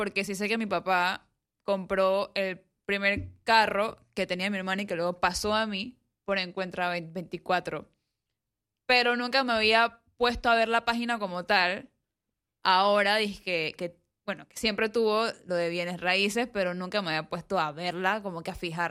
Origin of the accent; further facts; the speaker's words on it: Colón, Panama; now in Panama City, Panama; los que somos de Colón y migramos a Panamá